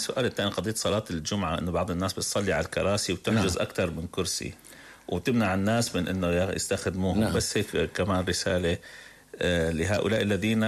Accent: Syria; عندنا في الشام

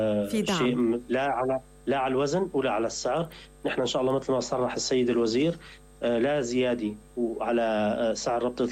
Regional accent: Syria

